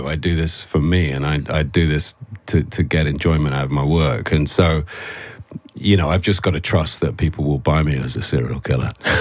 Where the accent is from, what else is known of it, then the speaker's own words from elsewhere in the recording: United Kingdom; and a healthy cynicism, I think, which is easy as a Brit, isn't it?